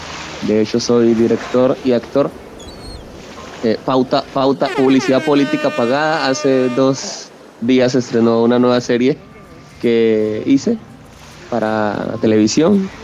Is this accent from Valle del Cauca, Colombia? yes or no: yes; Buenaventura, Valle del Cauca, Colombia; also born or lived in Chocó; Nací aquí, en Buenaventura. Pero aparte de mi existencia hasta ahora, está permeada por el mar. Me fui un tiempo a vivir en el Chocó